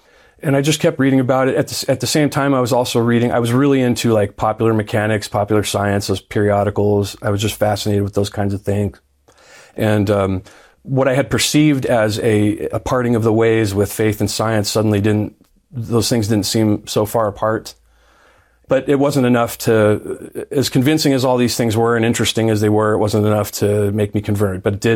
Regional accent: California, United States; moved away as an adult; also born or lived in San Diego; I grew up in the San Bernardino Mountains in Southern California, and I had moved to San Diego, and I was working as a bar manager there.

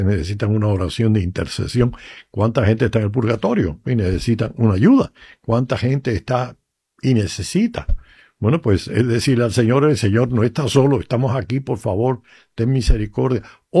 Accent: Cuba; moved away; yo estaba pensando en mi tierra, en Cuba.

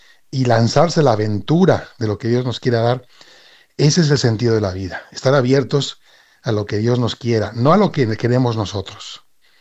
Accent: Spain; now in Mérida, Mexico; Yo soy español, aunque vivo aquí en México.

